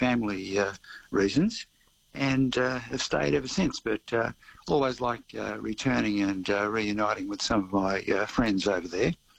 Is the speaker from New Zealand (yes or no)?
no; Australia; born there; moved away as an adult; also born or lived in New Brunswick, Canada; I was born in Australia, but I migrated to Canada when I was about 25 and lived in New Brunswick in the Far East. On a dairy farm.